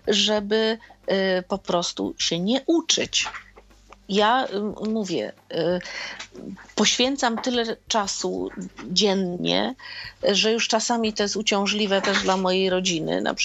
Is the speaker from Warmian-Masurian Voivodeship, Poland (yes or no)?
no; Kielce, Świętokrzyskie Voivodeship, Poland; ja jestem z Kielc